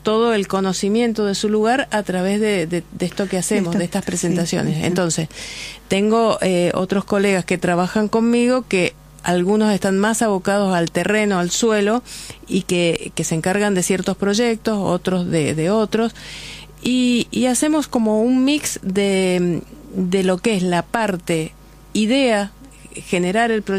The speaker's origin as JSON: {"language": "Spanish", "region": "Mendoza", "country": "Argentina", "said": "Por eso vengo de Mendoza y estamos, claro, formando que, estamos, o sea, formando gente"}